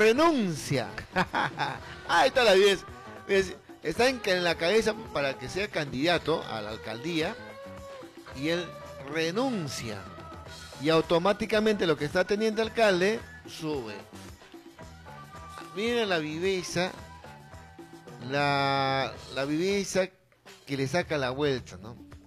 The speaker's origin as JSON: {"language": "Spanish", "country": "Peru", "said": "¿Qué queremos ser como peruanos?"}